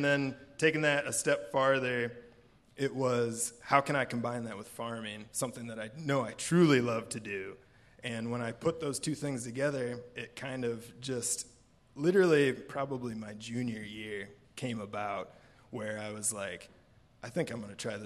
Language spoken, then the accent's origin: English; Coggin, United States; So, I mean, growing up in Coggin, being there my whole life, you know, and I actually own the farm down the road from the family farm that I grew up on.